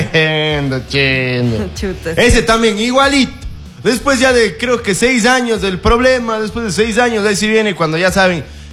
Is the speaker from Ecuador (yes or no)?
yes; Ecuador; esperamos como ecuatorianos, como ciudadanos